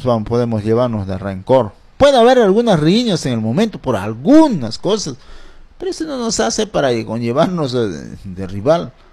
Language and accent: Spanish; Peru; Con mis conciudadanos de mi pueblo, donde me vio crecer Unión Autiqui, ahora el sector Alto Unión Autiqui